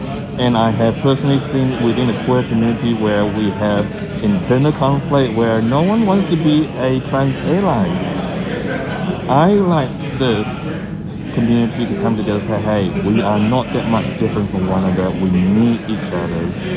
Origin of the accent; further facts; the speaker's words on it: Christchurch, Canterbury, New Zealand; No, I'm not from Auckland. I'm from Ōtautahi, Christchurch.